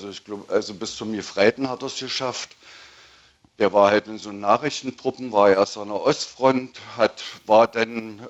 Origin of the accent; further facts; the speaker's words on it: East Germany, Germany; also ich bin in der DDR groß geworden und spätestens, wo ich dann 1980 mich für ein Studium beworben habe